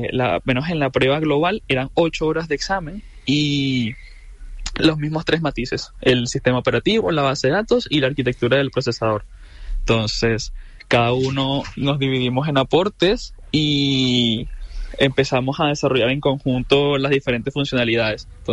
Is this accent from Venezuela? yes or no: yes; Venezuela; now in Chile; yo soy venezolano